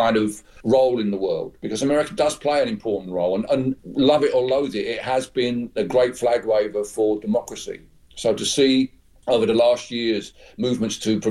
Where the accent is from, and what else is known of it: United Kingdom